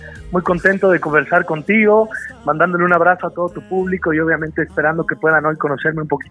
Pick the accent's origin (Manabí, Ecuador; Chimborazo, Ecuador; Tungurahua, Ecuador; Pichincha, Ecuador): Pichincha, Ecuador; Quito; yo soy de Ecuador, soy de la capital, de Quito